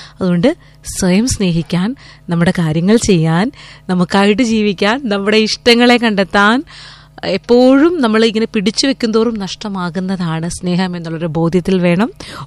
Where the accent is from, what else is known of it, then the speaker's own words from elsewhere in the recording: Karunagappally, Kerala, India; നമ്മൾ കരുതാപ്പള്ളിക്കാരുടെ ഒരു പ്രത്യേകത